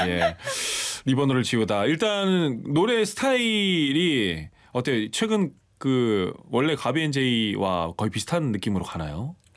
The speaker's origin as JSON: {"language": "Korean", "region": "Ulsan", "country": "South Korea", "tie": "born or raised there", "moved": "yes", "lives_now": "Seoul, South Korea", "said": "저는 울산 출신이고."}